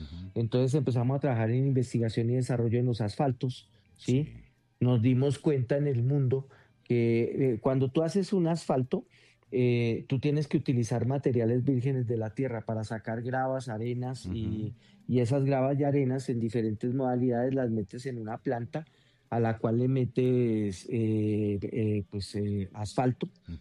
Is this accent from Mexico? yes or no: no; Colombia